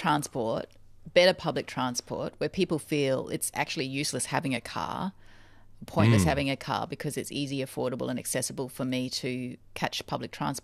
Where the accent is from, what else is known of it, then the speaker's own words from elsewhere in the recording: Darwin, Northern Territory, Australia; And when I'm from Darwin. I think Darwin can have a distinct accent as well.